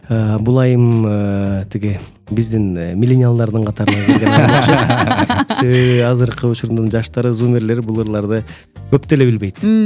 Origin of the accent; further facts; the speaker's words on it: Novopavlovka, Chuy Region, Kyrgyzstan; Балалыгым Сокулук районуна караштуу Новопавловка айылында өткөн. Бирок ал жакта эле бүгүн шаар болуп калды.